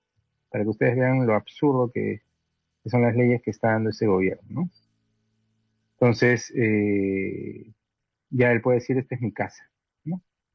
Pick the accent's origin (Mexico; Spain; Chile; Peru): Peru; es una cultura peruana, obviamente. Ya no somos españoles, ¿no?